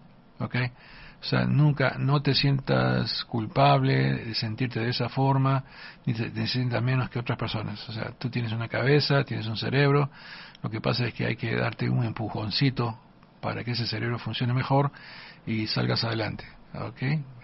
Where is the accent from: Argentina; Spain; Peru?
Peru; moved away as an adult; Por ejemplo, yo vine del Perú ya con una licencia, con un título profesional, ¿okay?